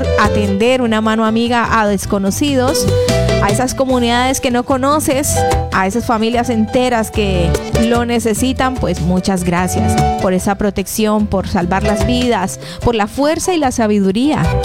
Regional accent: Colombia; moved away; nos convoca como colombianos

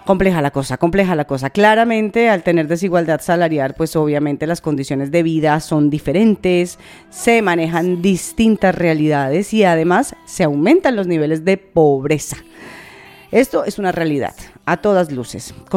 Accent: Bogotá, Colombia; now in Spain; de la capital de Colombia, de mi ciudad natal.

